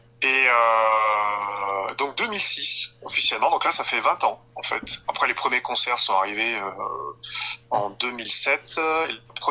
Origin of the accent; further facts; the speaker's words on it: Saint-Étienne, Auvergne-Rhône-Alpes, France; on va dire deux Stéphanois et deux Auvergnats, puisque aux toutes origines du groupe, donc c'était Franck et moi-même, originaire des alentours de Saint-Étienne, qui avons fondé le groupe